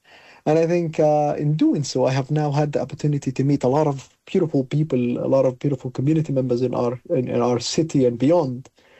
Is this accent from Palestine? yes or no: yes; Palestine; now in Canada; I was born in the First Intifada